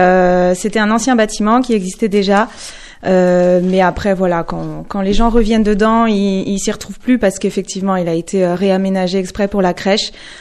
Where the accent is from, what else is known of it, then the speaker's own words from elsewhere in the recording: Mercy-le-Bas, Grand Est, France; Non, je ne suis pas originaire de Longuyon, je suis originaire de Mercy-le-Bam.